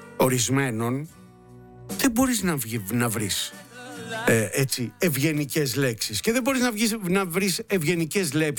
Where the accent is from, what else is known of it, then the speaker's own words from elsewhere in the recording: Peloponnese, Greece; born there; και ένας στο Γήθιο, εκεί, στην ιδιαίτερη πατρίδα μου ουσιαστικά, Λάκωνες είμαστε όλοι.